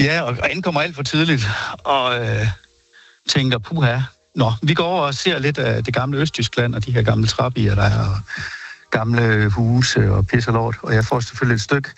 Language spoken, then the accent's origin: Danish; Aarhus, Central Denmark Region, Denmark; Vi er fra Aarhus.